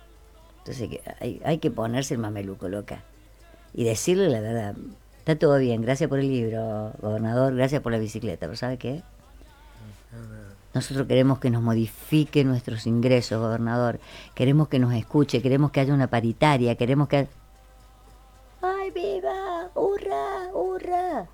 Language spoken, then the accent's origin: Spanish; San Luis, Argentina; Los argentinos, yo soy argentina